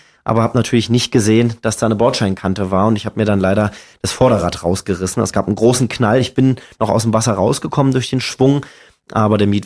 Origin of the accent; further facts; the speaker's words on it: Brandenburg, Germany; Ich bin stolzer Brandenburger, muss ich auch sagen.